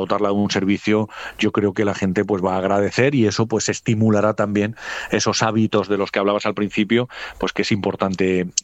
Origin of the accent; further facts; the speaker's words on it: Alquerías, Region of Murcia, Spain; yo te pongo el ejemplo mío personal, si yo soy de Alquerías y tengo que venir a Murcia y me sale un autobús cada hora